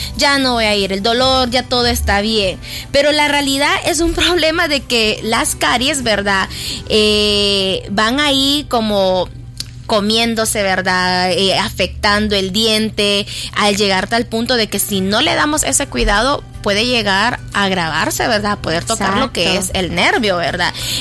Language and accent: Spanish; El Salvador; como salvadoreños es algo que descuidamos